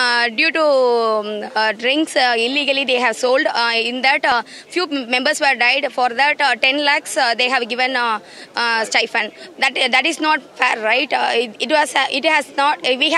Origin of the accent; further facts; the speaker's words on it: Velayudham Palayam, Tamil Nadu, India; I am coming from Velayudham Palayam.